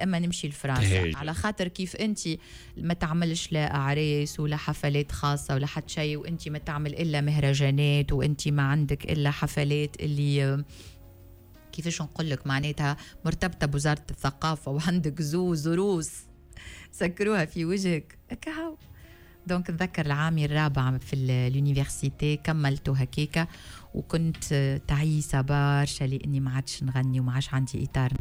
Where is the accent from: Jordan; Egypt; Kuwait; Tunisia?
Tunisia; moved away as an adult; now in France; انا تونسيه بروحي وبوجداني